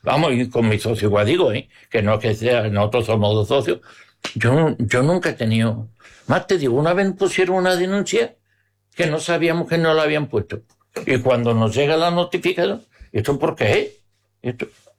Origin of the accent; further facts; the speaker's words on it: Palma del Río, Andalusia, Spain; Palma para mí es lo más grande. Después de mi pago de huerta, mi Palma de Río. Eso es que ¿Por qué? Porque en que yo nací aquí